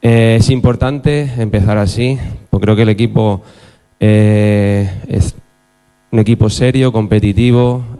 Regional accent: Region of Murcia, Spain; Hombre, como murciano y murcianista

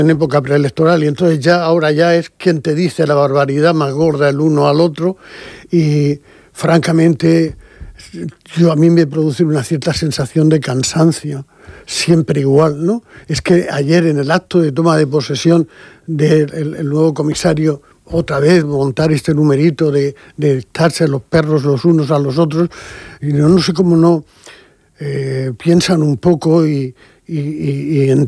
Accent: Cartagena, Region of Murcia, Spain; Sí, sí, soy de Cartagena.

